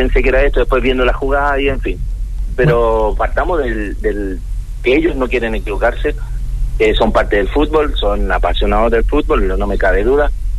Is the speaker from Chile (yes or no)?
yes; Santiago, Santiago Metropolitan Region, Chile; moved away as an adult; also born or lived in La Florida, Santiago / Rancagua; now in Mostazal, Chile; Yo de Santiago de Chile